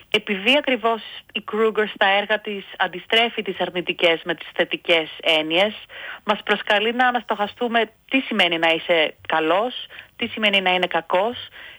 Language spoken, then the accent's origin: Greek; Greece; moved away; στην πατρίδα μου στην Ελλάδα